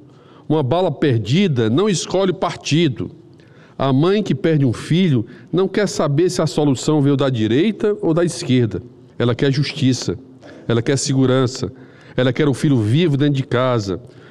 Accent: Ceará, Brazil

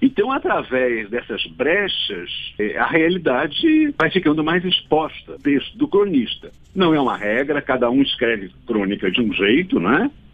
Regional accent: Rio de Janeiro, Brazil; moved away; eu sou carioca, eu nasci e me criei em Copacabana, e hoje mesmo, já há um bom tempo, eu tenho também um apartamento em Copacabana, então eu passo temporadas em Copacabana

